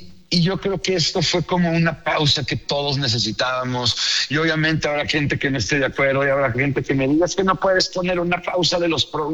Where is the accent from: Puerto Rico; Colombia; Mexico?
Mexico; no me daban ganas de presumir que era mexicano. Y como dije en el video, tenía tiempo olvidando lo que somos los mexicanos realmente.